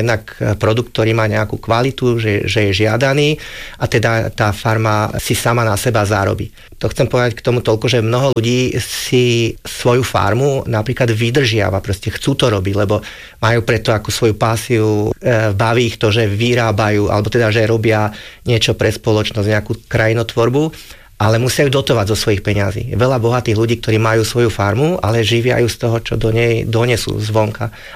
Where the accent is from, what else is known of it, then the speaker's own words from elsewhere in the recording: Bratislava, Bratislava Region, Slovakia; moved away as an adult; now in Látkovce, Slovakia; Tak ja som vyrastal a narodil som sa tu v Bratislave a Bratislavu mám veľmi rád. No a žijú tu moji rodičia, takže navštevujem rodičov. No a od 98. žijem v Látkovciach.